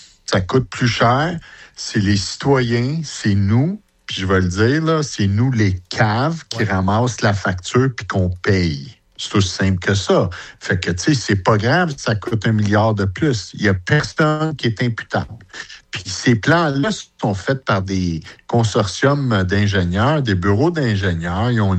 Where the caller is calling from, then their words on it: Blainville, Quebec, Canada; Je suis dans mon coin. Je suis à Blainville.